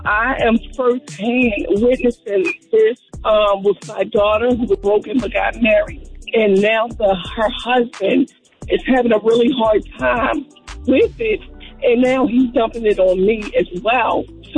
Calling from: Baltimore, Maryland, United States; I'm calling from Baltimore, Maryland.

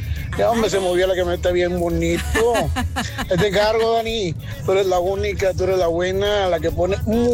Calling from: China, Nuevo León, Mexico; la Sabropari se escucha desde China, Nuevo León, rumbo a Monterrey.

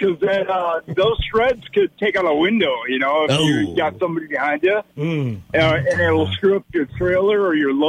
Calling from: McFarland, United States; from McFarland.

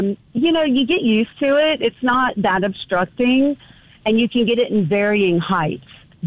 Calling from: Biloxi, Mississippi, United States; I'm calling from Biloxi and listening to your fabulous show.

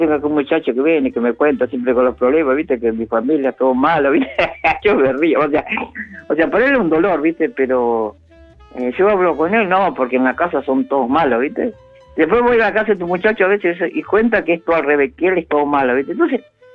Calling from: Pilar, Buenos Aires Province, Argentina; acá de Pilar.

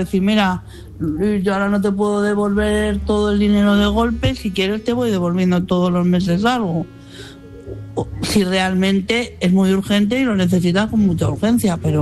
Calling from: Madrid, Community of Madrid, Spain; de Madrid.

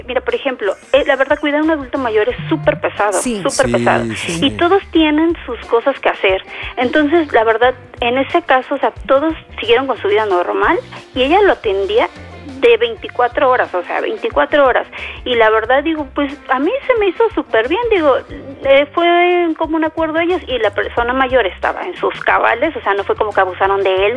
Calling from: Veracruz, Mexico; aquí en Veracruz

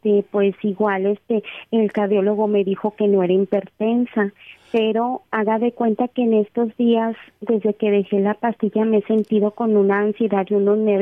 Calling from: Saltillo, Coahuila, Mexico; hablo de Saltillo, Coahuila, doctor.

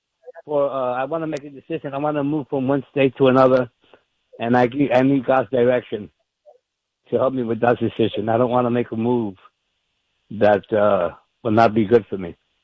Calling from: Florida, United States; I'm calling from Florida, by the way.

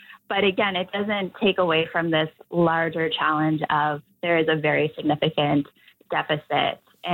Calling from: Nova Scotia, Canada; I'm calling from Nova Scotia.

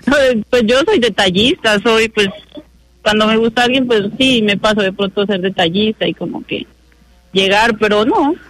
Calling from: Sibundoy, Putumayo, Colombia; Yo soy del Putumayo, de Sibundoy

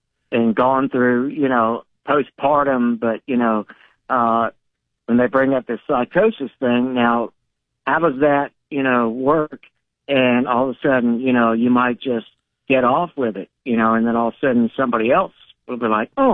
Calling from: Pennsylvania, United States; I'm up here in Pennsylvania

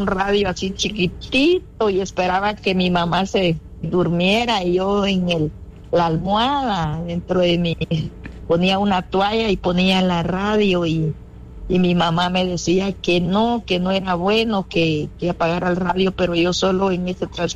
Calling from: Ciudad Peronia, Guatemala Department, Guatemala; Desde acá de Ciudad Peronia.

